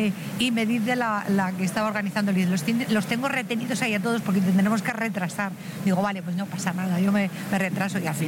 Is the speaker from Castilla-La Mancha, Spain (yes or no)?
no; Castile and León, Spain; Luego he ido al stand de Castilla y León, que también muy grande, hombre, es mi tierra, como no